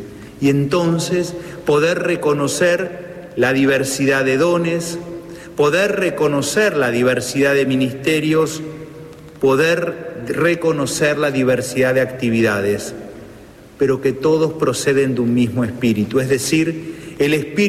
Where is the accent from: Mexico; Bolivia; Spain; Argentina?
Argentina; como pueblo argentino somos nación.